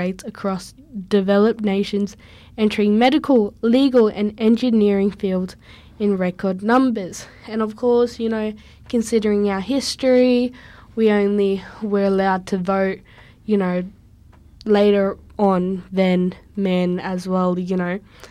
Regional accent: Australia; even though we're Australian.

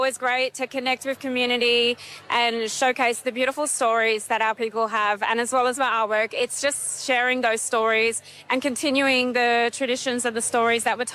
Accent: Port Hedland, Western Australia, Australia; Nyalama, Nyulnyul and Yaru woman. And … And yeah, I'm from Gariyada country, born and raised in Port Hedlands.

